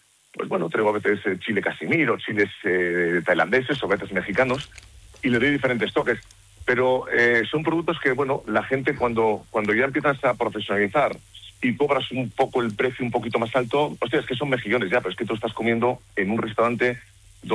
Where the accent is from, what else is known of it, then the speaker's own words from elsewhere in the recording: Cantabria, Spain; moved away as an adult; now in Burgos, Spain; Yo me siento muy burgalés, pero yo soy cántabro de nacimiento, tengo un apellido pasiego de los Valles Pasiegos, mi descendencia viene de la Vega del Paz, de San Pedro Romeral, y Cantabria es la tierra que me vio nacer. Mi adolescencia la pasé en Cantabria